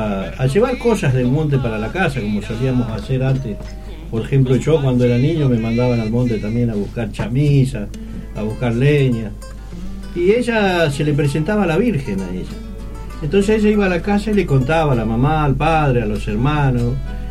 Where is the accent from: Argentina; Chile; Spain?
Argentina; Joaquín V. González, Salta; Nosotros somos de Joaquín B. González, del departamento de Anta.